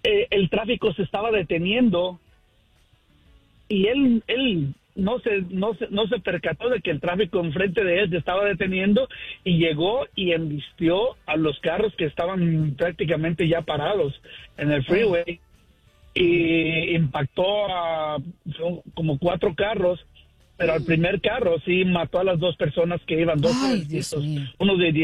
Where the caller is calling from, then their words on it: Sacramento, California, United States; Hablamos aquí de Lares, Sacramento, California.